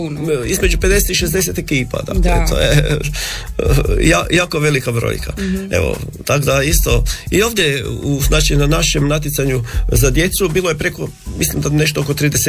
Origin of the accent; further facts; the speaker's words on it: Tugonica, Krapina-Zagorje County, Croatia; kod nas u Tugonici